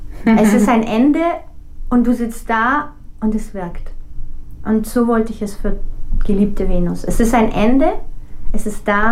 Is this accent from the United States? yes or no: no; Russia; moved away; Viele wissen nicht, dass ich gebürtige Russin bin.